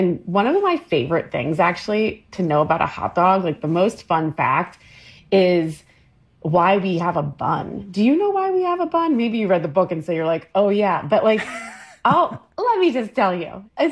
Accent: Maryland, United States; Like me growing up in Maryland, those were always the things, a hot dog or a hamburger.

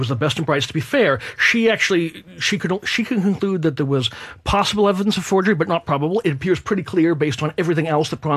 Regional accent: Lynnfield, Massachusetts, United States; born or raised there

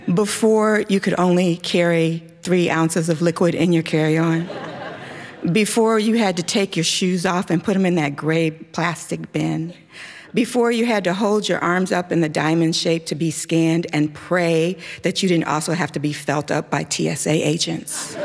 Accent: Chicago, Illinois, United States; I mean, I grew up in Chicago too, so one of the things that I continually heard in my household

